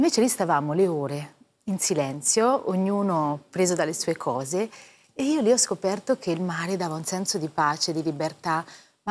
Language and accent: Italian; Ancona, Marche, Italy; Anconetano.